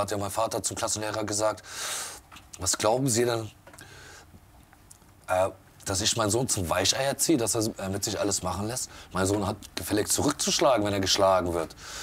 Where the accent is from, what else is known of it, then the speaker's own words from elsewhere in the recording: Hamburg, Germany; komme hier aus dem wunderschönen Stadtteil St. Pauli. Also ich bin eher St. Paulianer als Hamburger.